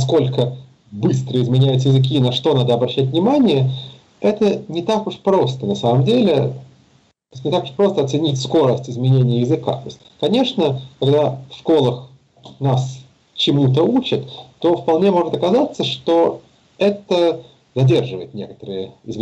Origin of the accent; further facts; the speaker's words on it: Serbia; first language Serbian; даром, потому что я, естественно, понимаю все, что говорится по-хорватски, по-боснийски, по-черногорски, да, считая при этом, что мой родной язык сербский.